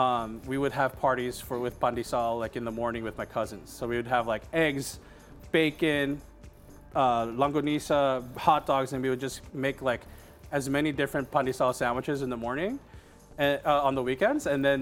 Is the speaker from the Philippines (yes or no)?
yes; Philippines; So we're kind of putting everything that we love as a Filipino, like, burger world here.